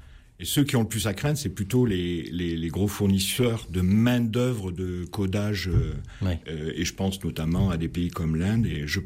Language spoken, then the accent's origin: French; Valence, Auvergne-Rhône-Alpes, France; also born or lived in Grenoble; je suis né à Valence, je suis parti quelques années pour faire des études et j'ai commencé à travailler, pas très loin, mais à Grenoble.